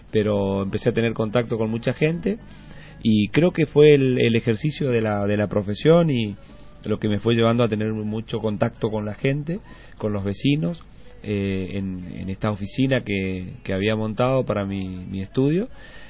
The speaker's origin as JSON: {"language": "Spanish", "town": "Margarita Belén", "region": "Chaco", "country": "Argentina", "tie": "born or raised there", "also_born_or_lived": "Resistencia", "said": "mi papá fue productor en realidad, rural en la zona ahí de Costa Inés, que una colonia donde nacimos, en Margarita Belén."}